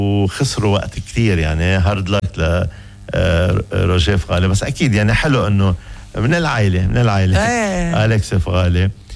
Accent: Lebanon

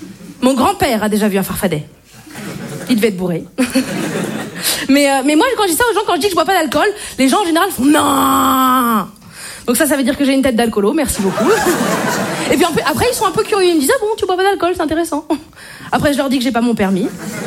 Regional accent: Brittany, France; je suis bretonne et je ne bois pas d'alcool.

